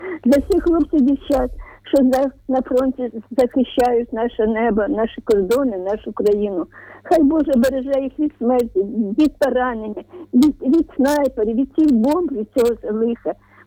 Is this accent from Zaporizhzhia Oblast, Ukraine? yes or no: yes; Zaporizhzhia Oblast, Ukraine; південь України, моє рідне Запоріжжя.